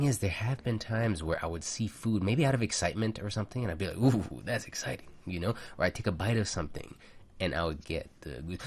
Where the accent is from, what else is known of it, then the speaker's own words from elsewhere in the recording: Philippines; I'm Filipino.